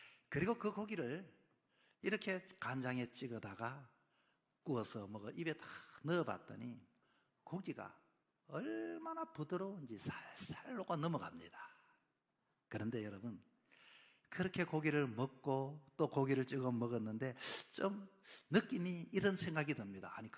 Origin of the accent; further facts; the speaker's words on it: South Korea; 우리는 대한민국 사람이지만